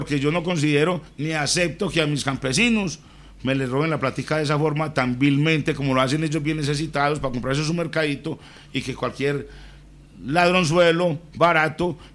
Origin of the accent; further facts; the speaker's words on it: Titiribí, Antioquia, Colombia; yo soy de un pueblo también, yo soy de Titiribí. soy montañerito también y quiero mucho mis campesinos.